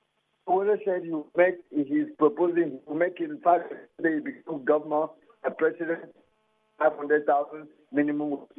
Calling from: Nigeria; I'm calling from Rukoko.

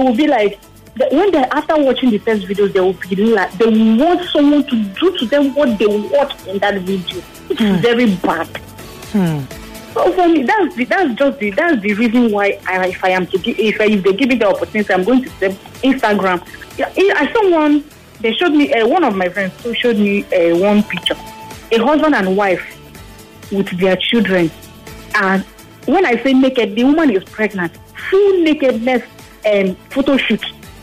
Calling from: Lekki, Lagos, Nigeria; I'm calling from Lekki.

